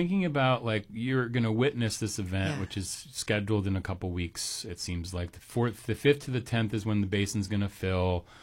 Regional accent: Anchorage, Alaska, United States; now in Juneau, United States; I grew up in Anchorage

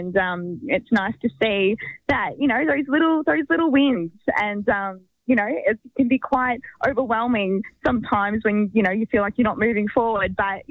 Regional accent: Victoria, Australia; moved away; I lived in Victoria all my life

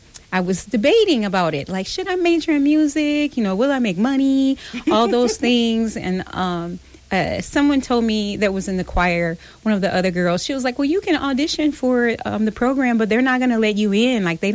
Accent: Battle Creek, Michigan, United States; Battle Creek is my hometown

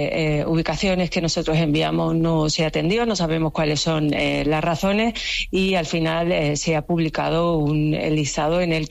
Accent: Ceuta, Spain; Yo sinceramente creo que España, como país, yo como española, como ceutí, como europea, pido que se desplieguen todos los medios necesarios del Estado.

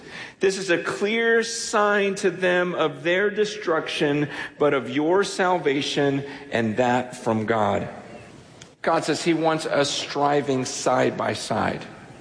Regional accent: San Francisco, California, United States

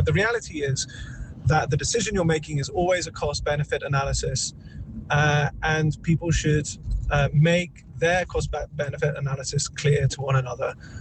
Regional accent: United Kingdom; moved away as an adult; now in Hartebeespoort, South Africa; Good morning … from Hartebeespoort. I'm a British citizen, been here for 10 years, so I don't get a vote

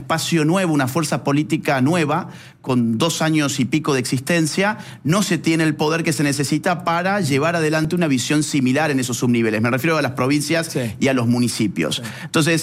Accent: Córdoba, Argentina; en Córdoba, de donde yo soy

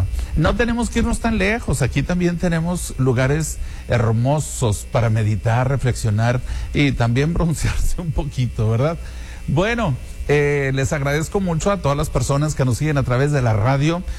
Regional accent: Mexico; somos mexicanos, estamos en un país melómano por naturaleza

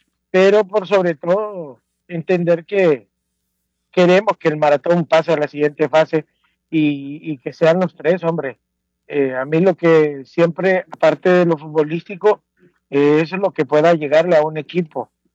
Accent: Honduras; porque yo soy hondureño y vivo en Honduras

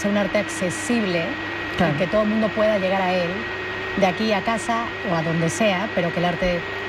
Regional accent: Mexico; Soy de México.

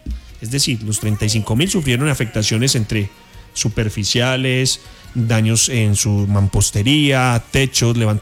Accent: Pereira, Risaralda, Colombia; Esos somos los pereiranos.

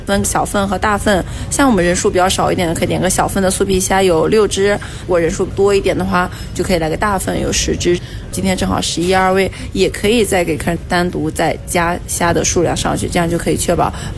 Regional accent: northern China, China; now in Singapore; 我老家是北方人

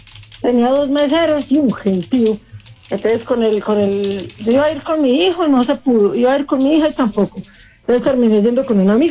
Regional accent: Manizales, Caldas, Colombia; Yo soy de Manizales, Caldas, la ciudad

